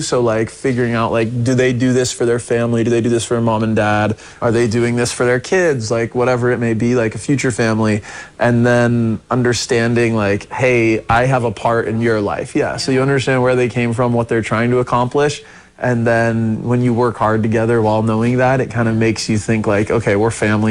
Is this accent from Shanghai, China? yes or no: yes; Shanghai, China; also born or lived in Hong Kong / Taiwan; Yeah, so I was born in Hong Kong, lived in Shanghai for a couple years, and then our family moved to Taiwan for, I think, 2 or 3 years, and my sister was born there. And then basically for like the ages you can remember, I was in Shanghai.